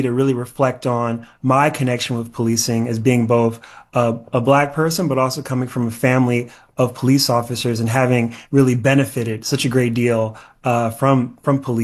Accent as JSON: {"language": "English", "town": "Cleveland", "region": "Ohio", "country": "United States", "tie": "born or raised there", "said": "And when I came to Cleveland to report on it for the Marshall Project, because that was my hometown"}